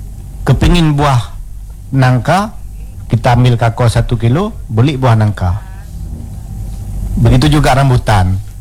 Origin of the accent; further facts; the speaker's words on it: Aceh, Indonesia; orang kita Aceh